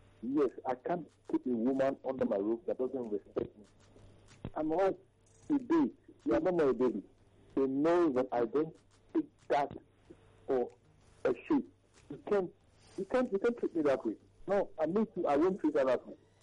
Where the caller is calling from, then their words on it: Warri, Delta, Nigeria; Like I told you, I'm from Wari, from the other state.